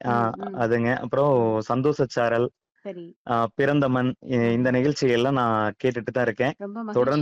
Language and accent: Tamil; Kangeyam, Tiruppur district, Tamil Nadu, India; எனது சொந்த ஊர் திருப்பூர் மாவட்டம் காங்கேயம்பட்டம் நத்தக்கடையூர் அருகில் உள்ள மருதுரை.